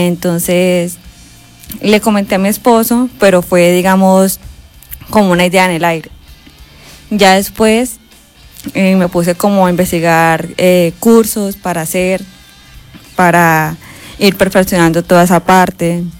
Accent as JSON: {"language": "Spanish", "town": "Barrancabermeja", "region": "Santander", "country": "Colombia", "tie": "born or raised there", "moved": "yes", "said": "nosotros somos nacidos y criados allá en Barranca."}